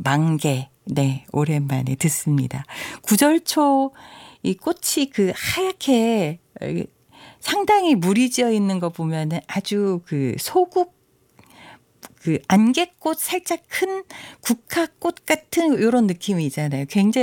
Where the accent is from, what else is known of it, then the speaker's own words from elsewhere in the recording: Chuncheon, Gangwon, South Korea; 제가 이제 고향이 강원도 춘천인데